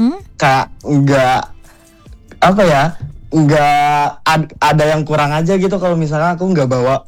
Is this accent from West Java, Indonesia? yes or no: yes; Cianjur, West Java, Indonesia; born there; now in Yogyakarta, Indonesia; Aku aslinya Jawa Barat, aslinya tuh kotanya tuh Cianjur.